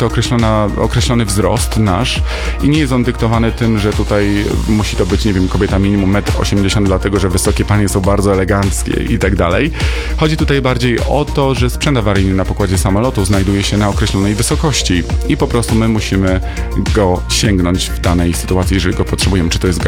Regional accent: Nowy Sącz, Lesser Poland, Poland; I ja powiedziałem, że faktycznie urodziłem się w Nowym Sączu i to jest moje rodzinne miasto, do którego zawsze z sentymentem wracam.

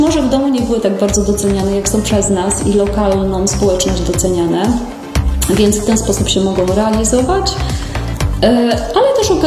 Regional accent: Babimost, Lubusz Voivodeship, Poland; pochodzimy z Babimostu

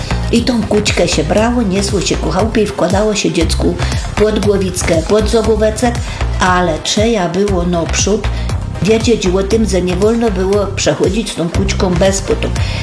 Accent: Silesian Voivodeship, Poland; bo u nas w Justynie to tak, do Skrzytnia jest daleko

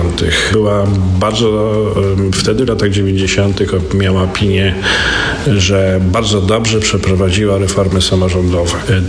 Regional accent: Gdańsk, Pomeranian Voivodeship, Poland; ja się wychowałem w Gdańsku, nie w Gdyni.

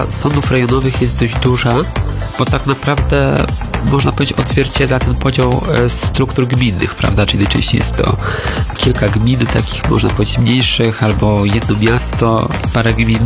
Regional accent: Rzeszów, Subcarpathian Voivodeship, Poland; Ja patrzę tak rzeszowsko-centrycznie, nazwijmy to akurat. Ja jestem z Rzeszowa

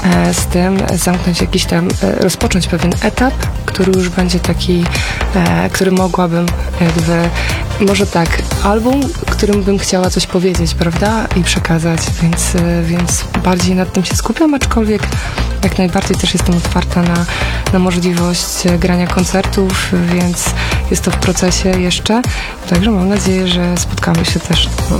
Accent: Wojciechów, Lublin Voivodeship, Poland; wcześniej z miejscowości, z której pochodzę, z Wojciechowa, gdzie też dostawałam takie wsparcie od, myślę, nauczycieli

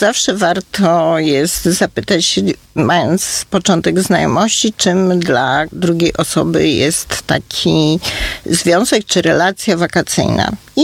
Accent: Warsaw, Masovian Voivodeship, Poland; ja jestem z Warszawy

